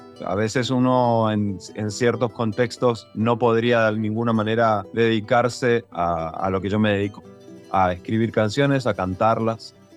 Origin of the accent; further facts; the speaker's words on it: Resistencia, Chaco, Argentina; arranqué tocando en bandas de rock en el Chaco, porque vengo de ahí, vengo de Resistencia Chaco.